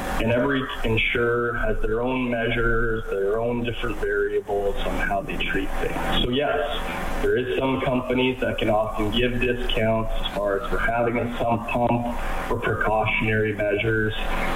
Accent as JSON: {"language": "English", "town": "Red Deer", "region": "Alberta", "country": "Canada", "tie": "born or raised there", "said": "I was born and raised in Red Deer, right in between, you know, Calgary and Edmonton"}